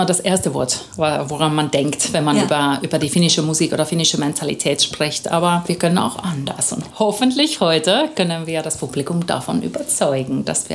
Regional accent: Southern Germany, Germany; Wir kommen aus Süddeutschland und da kennt man ja dann natürlich irgendwann dann die passenden Leute auch.

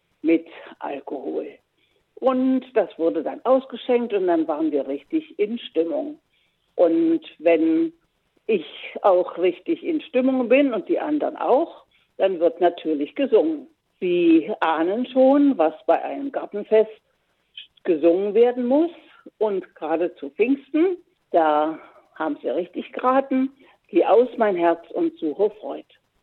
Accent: Mechterstädt, Thuringia, Germany; also born or lived in Eisenach; Und in einem Lied, was ich noch mitgebracht habe aus meiner Heimat, also Mechterstädt bzw. Eisenach, das haben wir auch gesungen

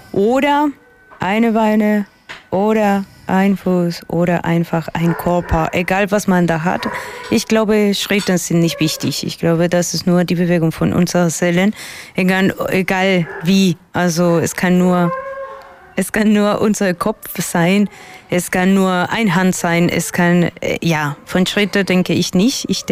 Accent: Colombia; German is a second language; moved away as an adult; now in Weimar, Germany; also ich bin … ich komme aus Kolumbien, wohne seit 10 Jahren in Deutschland, ganz genau in Weimar.

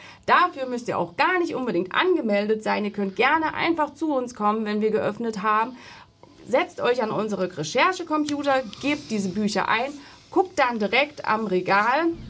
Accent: Gerstungen, Thuringia, Germany; born there; Ich komme aus Gerstung

